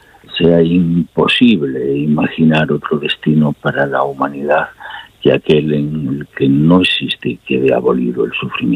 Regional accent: El Bierzo, Castile and León, Spain; mi tierra natal, de los Montes de León, en las fronteras con Galicia, en el Bierzo.

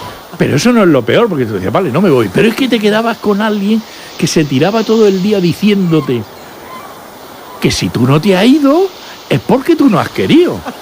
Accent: San Javier, Region of Murcia, Spain; Bueno, yo soy de San Javier, yo voy a hacer de árbitro.

